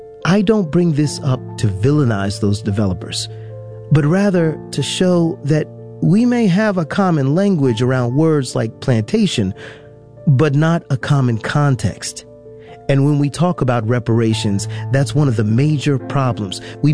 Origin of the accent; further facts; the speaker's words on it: Florida, United States; When I was growing up in the South, all these new housing developments were popping up.